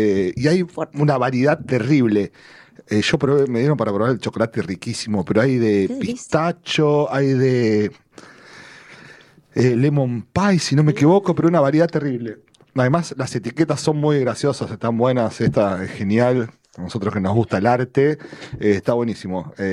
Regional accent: Casilda, Santa Fe, Argentina; a unos 50 kilómetros de Rosario, mi ciudad natal, Casilda

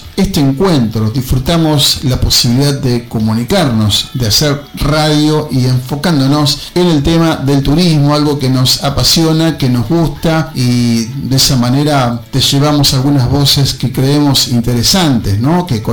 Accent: Argentina; para nosotros los argentinos

